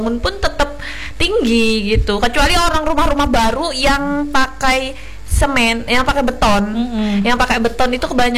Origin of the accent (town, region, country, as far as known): Sebangau Kuala, Central Kalimantan, Indonesia; born or raised there